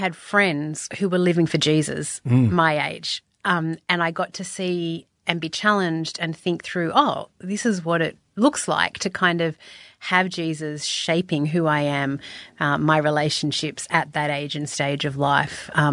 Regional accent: Sydney, New South Wales, Australia; I grew up in Sydney. So I'm a Sydney girl, born and bred in what I thought was the eastern suburbs of Sydney. And then I went to work in Paddington and discovered that I hadn't been living in the eastern suburbs.

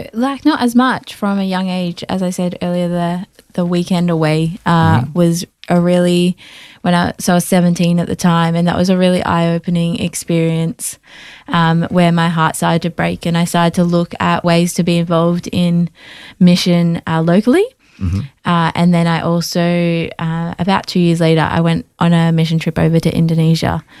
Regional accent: Australia; Because I'm from Australia.

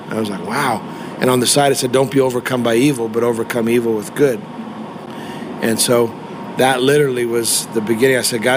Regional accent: Canada; born there; moved away as an adult; as a Canadian boy.

